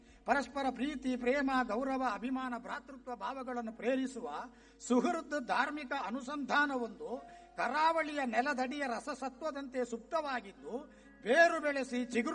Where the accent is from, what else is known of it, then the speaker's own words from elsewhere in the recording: Karnataka, India; ನನ್ನೂರಿನ ಸಮೀಪದ ಕೊಯನಾಡಿನ ಶ್ರೀ ಗಣಪತಿ ಗುಡಿಯ ವಠಾರದಲ್ಲಿ ನಡೆಯುತ್ತಿದ್ದ ಶಿವರಾತ್ರಿ ಉತ್ಸವದಲ್ಲಿ